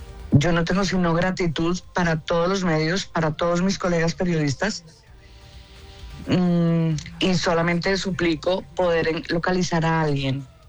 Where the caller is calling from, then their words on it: Colombia; como colombianos